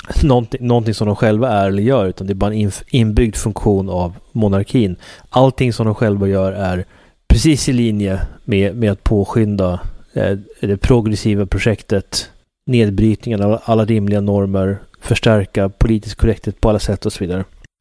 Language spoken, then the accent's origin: Swedish; Sweden; Man är ju avundsjuk som svensk.